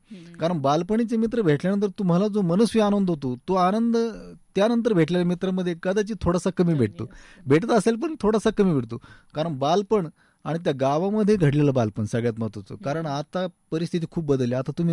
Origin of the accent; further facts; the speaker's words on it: Maharashtra, India; मुळा आणि प्रवर, आमच्या गावापासून 5 किलोमीटर संगम आहे दोन्हीचा